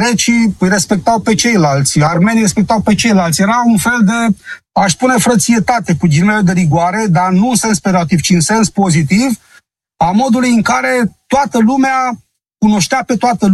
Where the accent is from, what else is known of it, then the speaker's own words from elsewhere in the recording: Romania; Eu sunt român, sunt român, o grămadă.